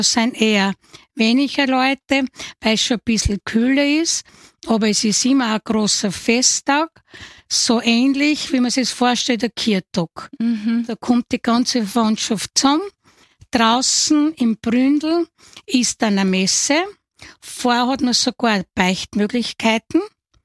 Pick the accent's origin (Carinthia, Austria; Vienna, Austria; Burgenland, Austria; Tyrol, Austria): Burgenland, Austria; Oberpullendorf district; Also ich bin, wie man sagt, eine waschechte Burgenländerin, weil ich bin im Burgenland geboren, sogar eine Hausgeburt. Mein Mann ist vom Burgenland und meine Eltern sind aus Burgenland. Also im Umkreis von 10 Kilometern ist die ganze Verwandtschaft.